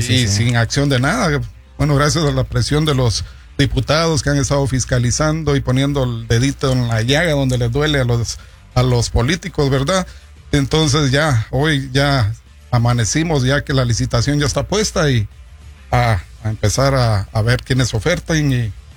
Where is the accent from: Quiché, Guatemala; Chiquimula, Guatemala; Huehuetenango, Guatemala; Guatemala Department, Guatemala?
Chiquimula, Guatemala; Yo soy de Chiquimula.